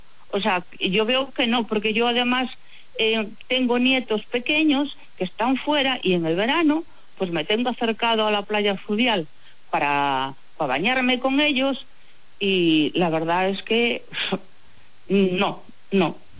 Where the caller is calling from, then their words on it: Pontevedra, Galicia, Spain; Pues desde Pontevedra.